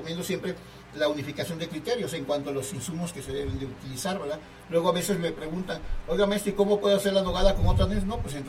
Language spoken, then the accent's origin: Spanish; Veracruz, Mexico; Yo siendo veracruzano